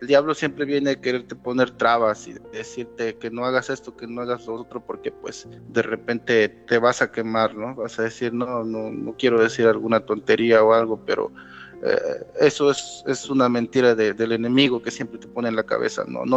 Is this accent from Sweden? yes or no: no; Tuxtepec, Oaxaca, Mexico; yo soy del estado de Oaxaca, soy de Tuxtepec, Oaxaca. Este estado es un estado muy pobre.